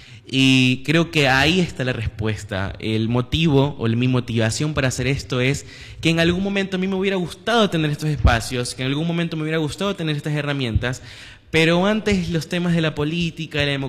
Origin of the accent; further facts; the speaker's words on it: Rocafuerte, Manabí, Ecuador; Rocafuerte, yo soy de Rocafuerte.